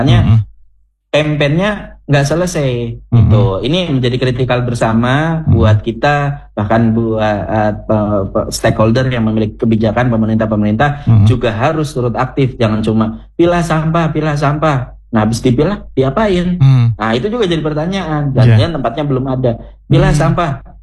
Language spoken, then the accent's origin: Indonesian; Central Java, Indonesia; accent: Ngapak; Kita wong Jawa Tengah ngomongnya Jawa ngapak gitu kan, bandres gitu kan.